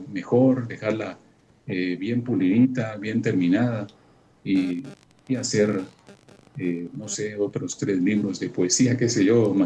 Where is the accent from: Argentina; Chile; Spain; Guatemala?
Guatemala; Amatitlán, Guatemala Department; yo, como soy de Amatitlán y tengo la buena parte de cuentos se desempeñan en Amatitlán